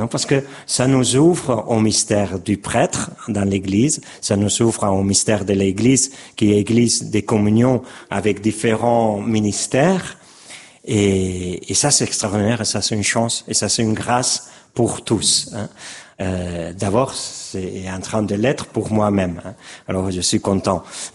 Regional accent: Barcelona, Catalonia, Spain; moved away as an adult; also born or lived in France; now in Valencia, Spain; je suis espagnol, catalan de Barcelone.

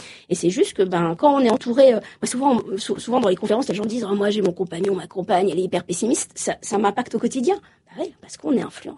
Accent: Normandy, France; Je viens de la Normandie. Uber Eats n'est pas arrivé partout en France.

